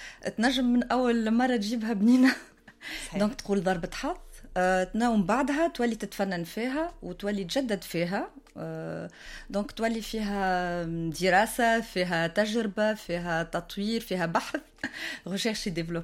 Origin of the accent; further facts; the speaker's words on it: Monastir, Monastir Governorate, Tunisia; انا بنت المستير تربيت في المستير